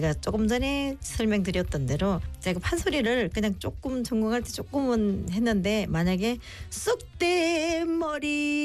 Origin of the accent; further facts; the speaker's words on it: South Gyeongsang, South Korea; 제가 고향이 경남 사람인데 왜 경기 미녀를 하느냐